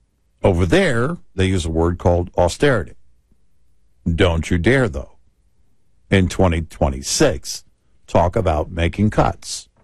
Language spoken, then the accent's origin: English; United States; there's no point of me debating him as an American.